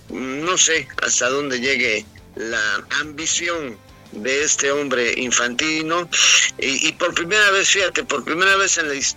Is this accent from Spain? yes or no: no; Mexico; ¿para qué estamos hechos los mexicanos?